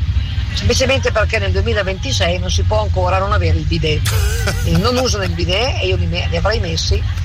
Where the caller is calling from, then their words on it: Mantua, Lombardy, Italy; ragazzi da Mantova.